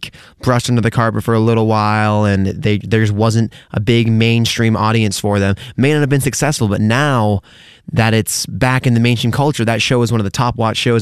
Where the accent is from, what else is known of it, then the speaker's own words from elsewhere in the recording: Massachusetts, United States; And for me, growing up in Massachusetts my whole life, Halloween's always bee